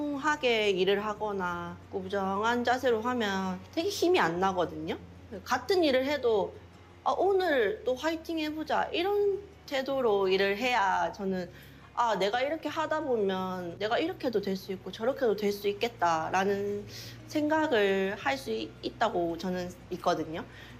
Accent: Ulsan, South Korea; now in Busan, South Korea; 제가 울산에서 나고 자랐는데 노는 친구들이 울산 친구들은 대다수거든요.

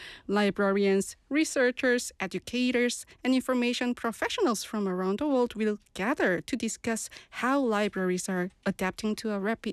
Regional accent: Busan, South Korea; I'm from Busan. I live in Yeongdo, so it's quite far from my home.

